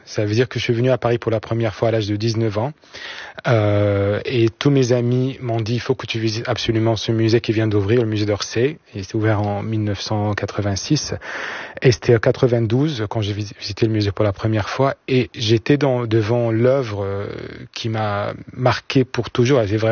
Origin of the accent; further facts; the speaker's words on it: Egypt; moved away as an adult; je viens de l'Orient. C'est pour moi, c'est ma culture, c'est mon univers. J'ai grandi, j'ai vécu 30 ans en Égypte. Je suis parti à 24 ans maintenant.